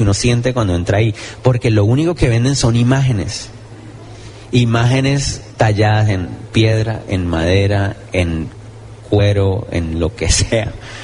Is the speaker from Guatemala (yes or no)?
yes; Guatemala; born there; Yo nací en Guatemala y amo un país también, amo Colombia también, más también.